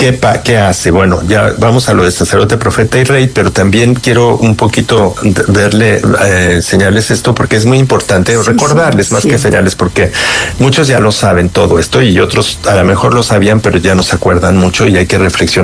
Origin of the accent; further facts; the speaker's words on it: Mexico; yo soy mexicano